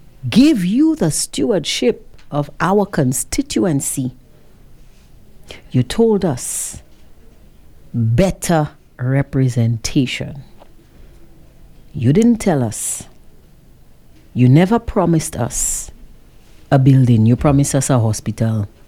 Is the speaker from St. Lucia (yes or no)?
yes; Castries, St. Lucia; born there; now in Castries, Saint Lucia; while I live now in Castries Southeast, I was born in Castries South.